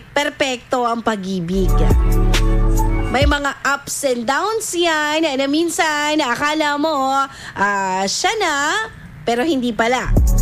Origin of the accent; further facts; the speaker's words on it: Calasiao, Ilocos Region, Philippines; taga-Kalasyaw ako kung saan maraming mga tinapa